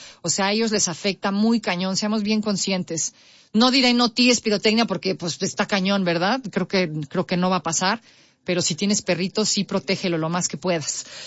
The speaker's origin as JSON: {"language": "Spanish", "country": "Mexico", "said": "Pues usted sabe, pues somos guatequeros. Nos gusta el mitote a los mexicanos. Así somos."}